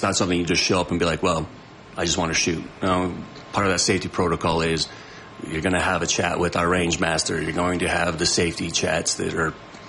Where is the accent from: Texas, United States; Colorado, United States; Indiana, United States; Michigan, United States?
Colorado, United States; Leadville; growing up in Leadville